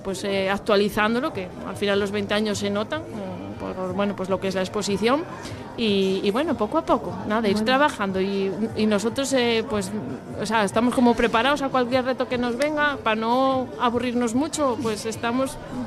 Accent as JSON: {"language": "Spanish", "town": "Gijón", "region": "Asturias", "country": "Spain", "said": "yo soy de Navelgas, bueno, familia era de Navelgas, yo soy de Gijón"}